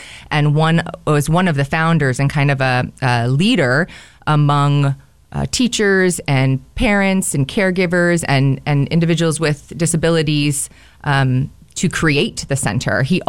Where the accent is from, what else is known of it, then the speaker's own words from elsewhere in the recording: Seattle, Washington, United States; moved away as an adult; now in Bellingham, United States; And though I was born and raised in Seattle, I've spent the last 20 years here in Bellingham.